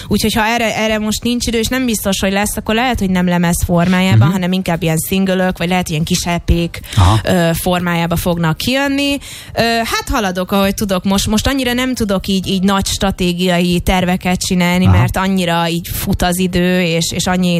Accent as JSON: {"language": "Hungarian", "country": "Hungary", "said": "magyar vagyok"}